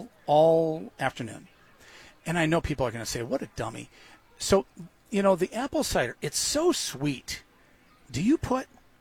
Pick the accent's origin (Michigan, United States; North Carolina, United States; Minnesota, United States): Michigan, United States; I'm from West Michigan, you know, still today. I live in that Muskegon area.